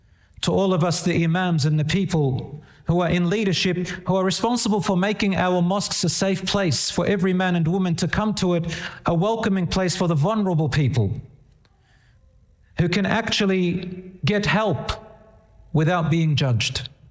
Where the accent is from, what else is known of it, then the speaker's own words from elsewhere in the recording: Australia; born there; I was born in Australia. I was raised in the West like most of you. I studied overseas as well and got to see both cultures and both worlds.